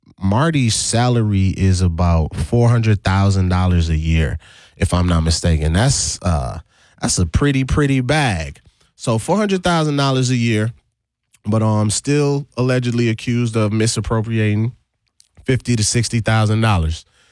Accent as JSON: {"language": "English", "country": "U.S. Virgin Islands", "tie": "born or raised there", "moved": "yes", "lives_now": "United States", "said": "being born and raised in the Virgin Islands and moving to Wisconsin weather."}